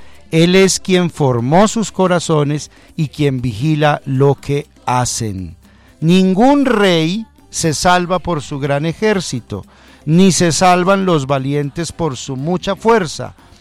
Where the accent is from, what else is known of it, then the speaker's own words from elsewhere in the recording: Colombia; a Colombia, a nuestro país